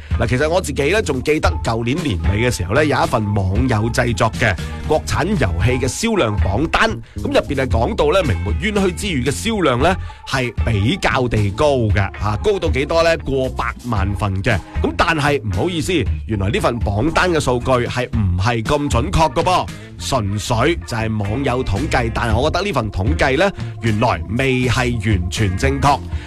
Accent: Guangdong, China; 我哋广东人

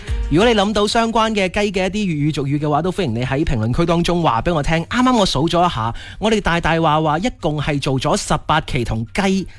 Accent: Guangdong, China; 对我哋广东人嚟讲咧，真系无孔不入啊！

